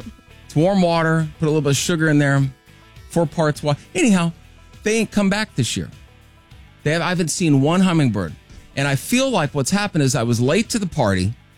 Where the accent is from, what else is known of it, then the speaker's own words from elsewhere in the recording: Iowa, United States; moved away; I grew up in Iowa.